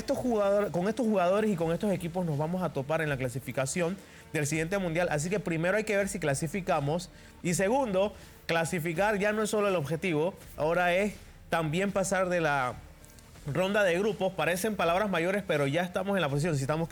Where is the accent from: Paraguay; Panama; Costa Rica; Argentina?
Panama; nos desenvolvimos bien como panameños